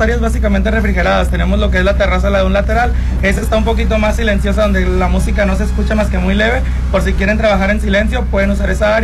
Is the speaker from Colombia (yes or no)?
no; Culiacán, Sinaloa, Mexico; me sale el acento, yo soy culichi, soy sinaloense completamente.